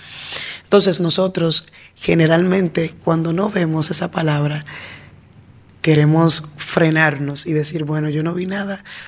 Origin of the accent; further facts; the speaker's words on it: Villa Altagracia, San Cristóbal, Dominican Republic; Una joven que creció en una comunidad de Villa Altagracia, una comunidad batellana, se llama …. Ahí crecí y no es hasta que me casé que salí de la comunidad, aunque vivo en Villa Altagracia, pero ya fuera de mi comunidad.